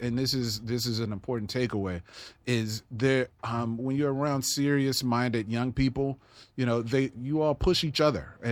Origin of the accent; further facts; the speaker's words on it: Houston, Texas, United States; So I'm originally from Houston, Texas.